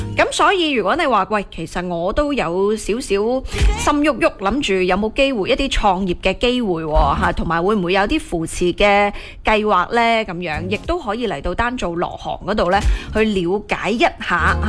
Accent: Guangdong, China; 作為我們廣東人來說、廣東真的很多寶藏。

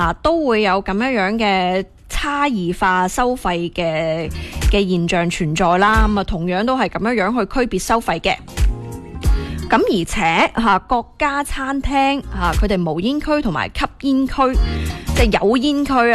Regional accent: Guangdong, China; 作为广东人

